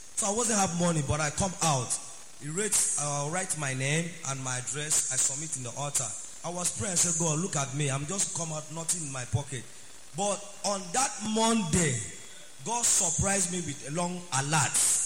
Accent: Akwa Ibom, Nigeria; I'm a businessman. I'm from Akwa Ibom State.

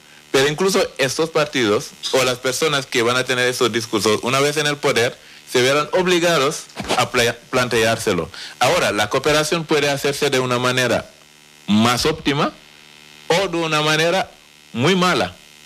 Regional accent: Senegal; now in Spain; Finalmente, yo soy senegalés, he vivido aquí en Canarias

